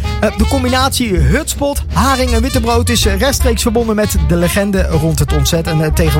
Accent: Leiden, South Holland, Netherlands; En dat wil je ook helemaal niet als Leidenaar.

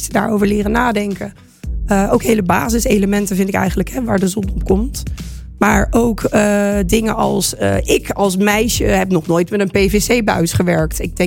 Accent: Rotterdam, South Holland, Netherlands; now in Aarlanderveen, Netherlands; ik ben stadse. Ik ben een Rotterdammer. Ik ben verhuisd naar Aarlanderveen, een dorp.

